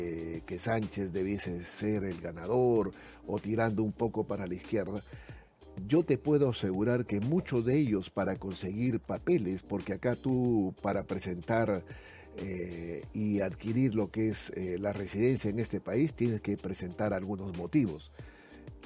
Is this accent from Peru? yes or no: yes; Lima, Peru; moved away as an adult; El caso mío fue cuando salí de Lima en el momento que Alan García estaba en el poder en su primer gobierno.